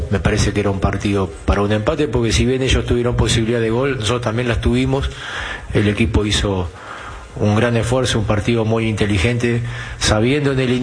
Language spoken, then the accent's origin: Spanish; Uruguay; Yo soy uruguayo, la historia del 50, la de Odulio Varela